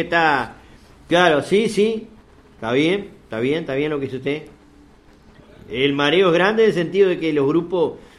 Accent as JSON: {"language": "Spanish", "country": "Uruguay", "said": "como uruguayos nacemos y nos morimos así"}